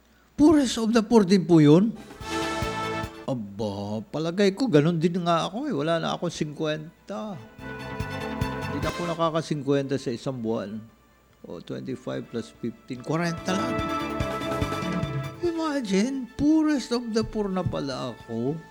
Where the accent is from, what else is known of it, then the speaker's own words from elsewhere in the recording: Davao, Davao Region, Philippines; Kasi lumaki ako sa Mindanao, a place where Cebuano language or dialect is the most popular, Davao.